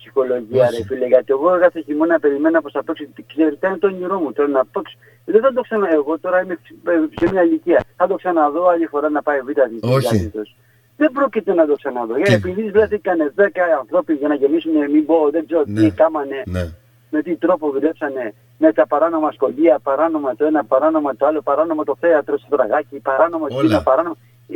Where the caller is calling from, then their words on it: Zakynthos, Ionian Islands, Greece; είμαστε Ζακυνθινή βρε.